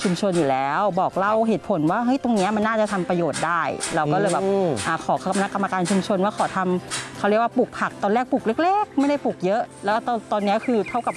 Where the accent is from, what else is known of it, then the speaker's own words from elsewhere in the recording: Uttaradit, Thailand; now in Bangkok, Thailand; อุตรดิตถ์อะค่ะก็คือคุณพ่อคุณแม่ก็คือเป็นเกษตรกรอยู่แล้วแล้วเราก็คือแบบเหมือนกับอพยพมาอยู่กรุงเทพเพราะว่าเรามาเรียนที่กรุงเทพ